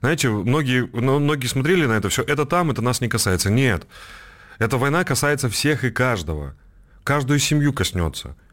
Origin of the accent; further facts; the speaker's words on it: Donetsk, Donetsk Oblast, Ukraine; Если позволите, я просто, знаете, я же из Донецка.